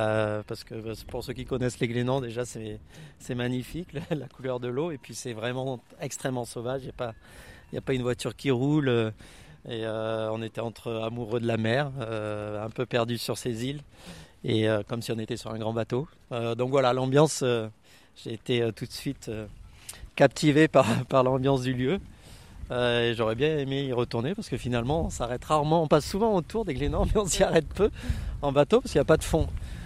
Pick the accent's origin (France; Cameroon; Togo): France; Marseille, Provence-Alpes-Côte d'Azur; now in Brittany, France; je ne suis pas du tout originaire de Bretagne, et je ne suis pas breton. Je viens du sud-est de la France, d'Aix-en-Provence, Marseille, pour vous situer.